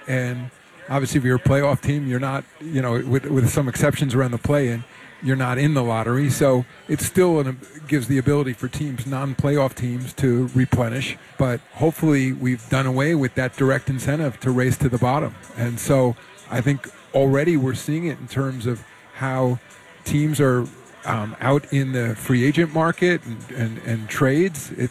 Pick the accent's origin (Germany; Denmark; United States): United States; New York City, New York